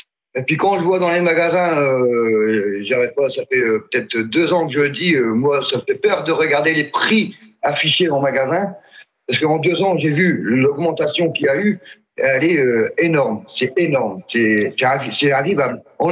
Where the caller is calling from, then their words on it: La Rochelle, Nouvelle-Aquitaine, France; j'habite à La Rochelle.